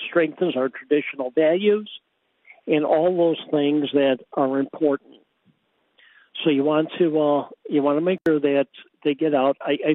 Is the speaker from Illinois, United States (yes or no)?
yes; Illinois, United States; I grew up in Illinois